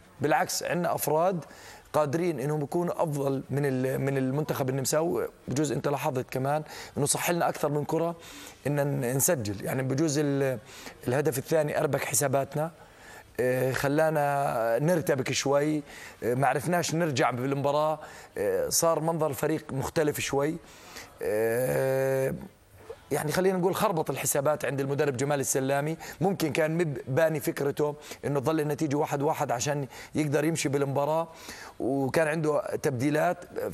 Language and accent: Arabic; Jordan; إحنا كجمهور أردني